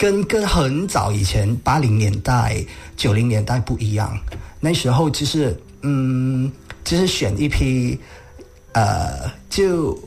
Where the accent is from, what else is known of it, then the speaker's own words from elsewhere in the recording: Kelantan, Malaysia; 后来就先回到吉兰丹，就是我的家乡嘛，就回到吉兰丹来当领教。就回我的母校去当领教。